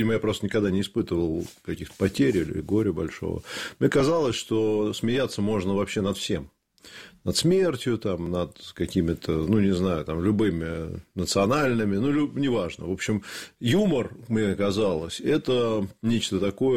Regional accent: Kazakhstan

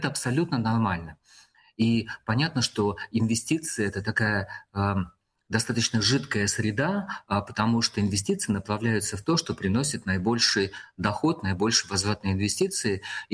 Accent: Moscow, Russia; Ну, видно, что вот мы люди приезжие». Мы говорим: «Вы знаете, мы из Москвы, будем создавать у вас современную библиотеку».

